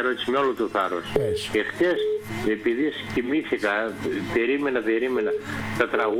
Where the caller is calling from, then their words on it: Epanomi, Central Macedonia, Greece; είμαι από την Επανομή.